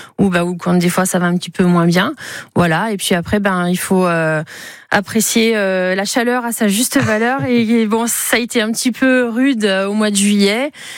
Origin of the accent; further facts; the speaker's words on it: Bourgogne-Franche-Comté, France; now in Pyrénées-Orientales, France; parce que je suis originaire du Jura à la base, et donc voilà, je suis née dedans